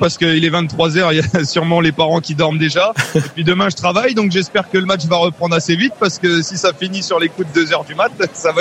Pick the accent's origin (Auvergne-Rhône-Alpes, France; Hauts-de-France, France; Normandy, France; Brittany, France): Normandy, France; Caen; born there; je suis né à Caen.